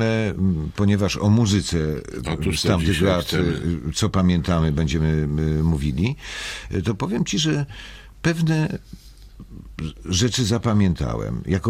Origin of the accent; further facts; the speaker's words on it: Sosnowiec, Silesian Voivodeship, Poland; Ja z Sosnowca i to była troszkę mniejsza, to nie aglomeracja, tylko miasto.